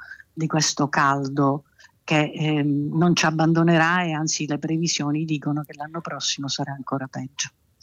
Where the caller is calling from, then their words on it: Palermo, Sicily, Italy; sono di Palermo.